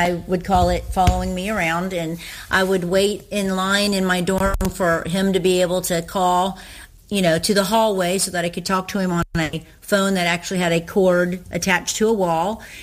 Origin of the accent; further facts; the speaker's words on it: Ohio, United States; And I'm from Ohio